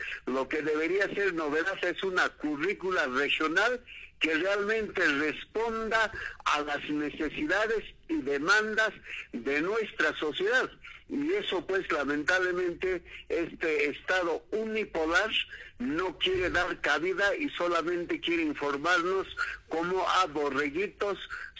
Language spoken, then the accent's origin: Spanish; Peru